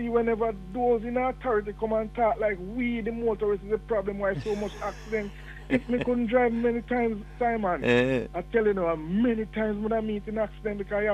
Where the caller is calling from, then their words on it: Jamaica; we as Jamaican and as motorists in general